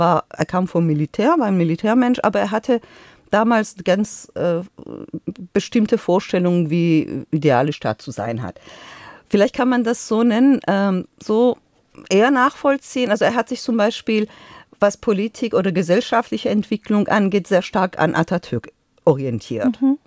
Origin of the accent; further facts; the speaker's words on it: Tehran, Tehran Province, Iran; Ich bin im Kind, also als Kind aufgewachsen im Iran. Meine Kindheit war eigentlich eine sehr schöne Kindheit. Also ich bin in der Hauptstadt geboren.